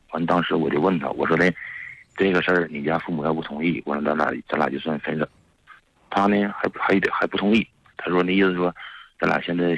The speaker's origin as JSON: {"language": "Chinese", "area": "Shenyang", "region": "Liaoning", "country": "China", "tie": "born or raised there", "said": "我是在农村长大的， 哦、 家沈阳的。"}